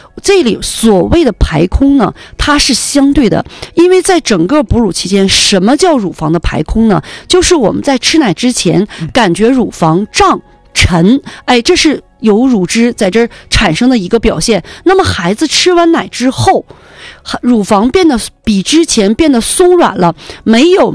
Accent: Northeast China, China; 我们东北人

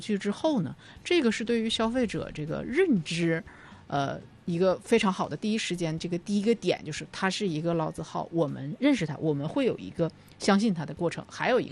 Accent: Northeast China, China

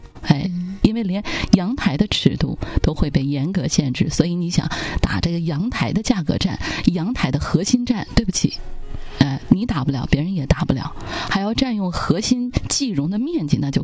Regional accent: Northeast China, China; accent: Northeastern Mandarin; 我们东北话说，你给我赏出去一部分

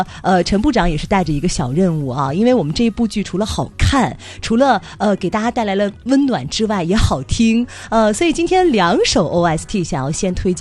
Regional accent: Changchun, Jilin, China; 咱们长春人骨子里对于幸福生活的一种追求

